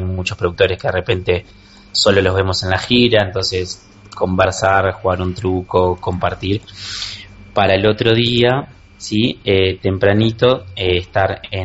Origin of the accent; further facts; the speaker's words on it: Flores, Uruguay; bueno, a mi departamento también, yo soy de Flores